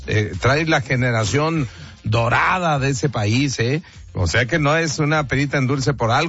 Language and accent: Spanish; Mexico